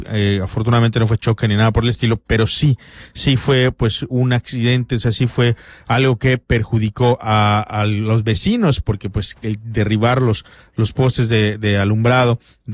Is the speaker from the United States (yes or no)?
no; Yucatán, Mexico; pues es esta situación que como yucatecos debemos priorizar